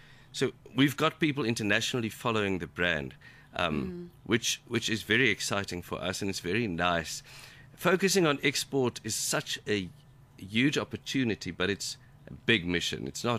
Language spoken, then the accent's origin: English; South Africa; And I think that's the huge exciting thing of being South African.